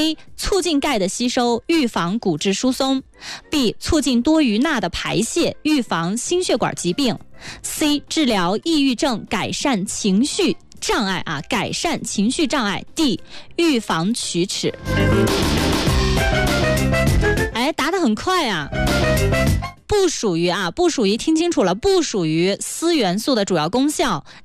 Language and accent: Chinese; Qinghai, China; 看咱们青海人选青对不对啊